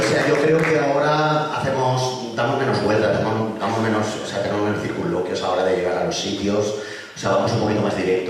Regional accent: Benetússer, Valencian Community, Spain; yo soy de Vinetuse, soy un pueblo de al lado de Valencia

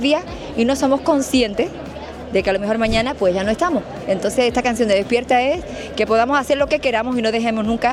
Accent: Spain; pero yo siempre voy defendiendo que soy española.

